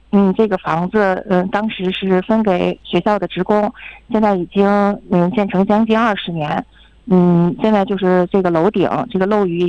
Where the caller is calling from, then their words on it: Baotou, Inner Mongolia, China; 我是包头市的。